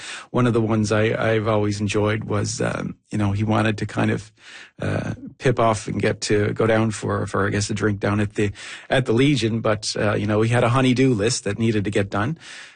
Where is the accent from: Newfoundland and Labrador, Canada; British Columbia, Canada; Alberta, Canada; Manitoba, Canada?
Newfoundland and Labrador, Canada; Fox Cove; I'm from the Buren Peninsula as well.